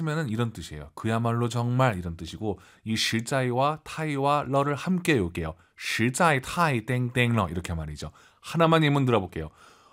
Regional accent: South Korea; 우리 한국인 입장에서는 게임하니까 쪼어 요시 되거든요.

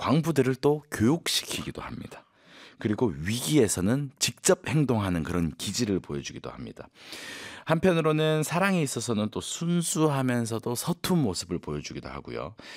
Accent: South Korea; 우리는 한국인으로서

